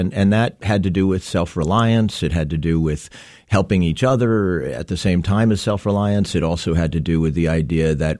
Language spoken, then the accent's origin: English; Wayne, United States; I grew up in Wayne